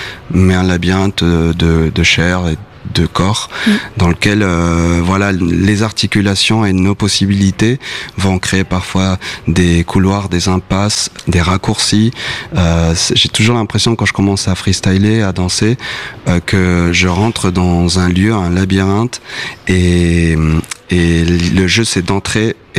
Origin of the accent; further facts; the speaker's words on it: Argentina; Moi, j'ai grandi en Argentine.